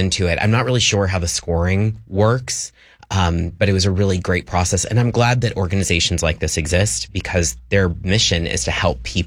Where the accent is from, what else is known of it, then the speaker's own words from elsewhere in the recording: Ohio, United States; I grew up in Ohio in a conservative family.